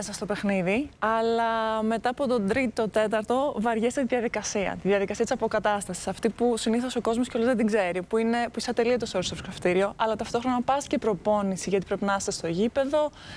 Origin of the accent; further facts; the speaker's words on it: Greece; born there; also born or lived in Moldova; γεννήθηκα στη Μολδαβία, μεγάλωσα εδώ, αλλά είμαι εδώ από τα 8, είμαι εδώ, πήγα σχολείο, οπότε για μένα είναι αυτή η χώρα μου, αλλά ταυτόχρονα έχω και δεύτερη χώρα.